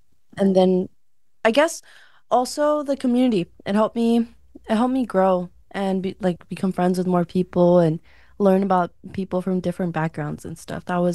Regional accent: California, United States; It's certainly, like, a huge difference being growing up in the Imperial Valley compared to, like, other places around, like, even California.

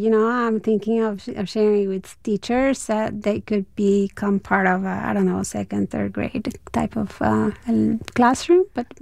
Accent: Tijuana, Baja California, Mexico; English is a second language; moved away as an adult; now in San Diego, United States; I grew up in Tijuana up until high school, and I didn't speak English well until I started my college here.

